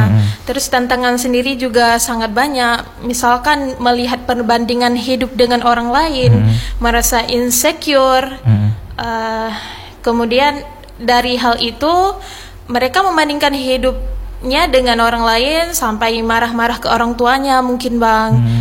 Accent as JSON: {"language": "Indonesian", "region": "Aceh", "country": "Indonesia", "said": "karena kita nih dicap sebagai Aceh, bumi Serambi Mekah."}